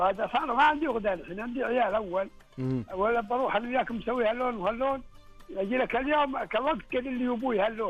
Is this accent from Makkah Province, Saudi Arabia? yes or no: no; Ha'il, Ha'il Province, Saudi Arabia; وعن حايل، وعن الحدائق بالحايل، وعن المهرجانات، وعن ركزت أنا على ديرتي على مس جدي بالذات